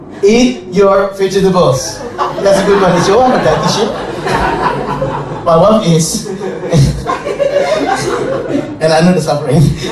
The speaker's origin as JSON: {"language": "English", "town": "Sydney", "region": "New South Wales", "country": "Australia", "said": "I was originally from Sydney. I did my studies, theological studies in Sydney."}